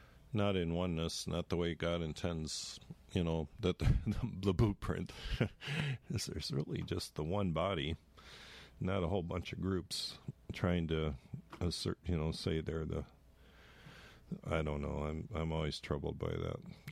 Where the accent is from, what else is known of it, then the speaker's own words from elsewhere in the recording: Wellington, Ohio, United States; I'm from Wellington, Ohio, which is south of here, about 7 or 8 miles, 9 miles. And it's a different community, you know.